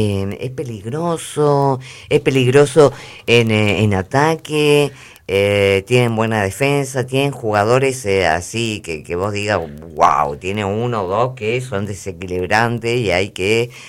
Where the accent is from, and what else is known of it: Argentina